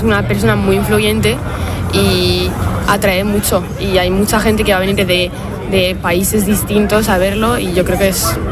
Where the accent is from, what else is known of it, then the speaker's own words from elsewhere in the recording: France; Spanish is a second language; also born or lived in Spain; No, o sea, sí, soy francesa. Pero he vivido en España 6 años.